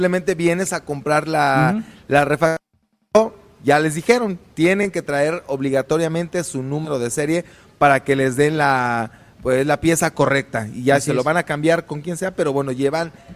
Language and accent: Spanish; Mexico; y lo más nosotros como mexicanos, ¿no?